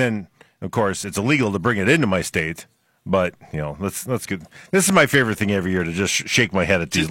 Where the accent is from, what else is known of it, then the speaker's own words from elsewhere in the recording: Minnesota, United States; Where me as a Minnesotan, I could have bought all year long.